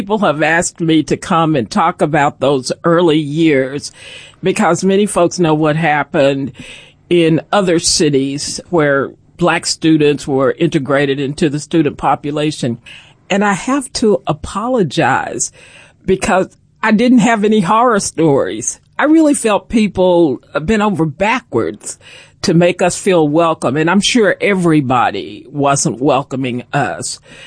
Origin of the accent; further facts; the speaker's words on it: Chattanooga, Tennessee, United States; born there; I was born in Chattanooga.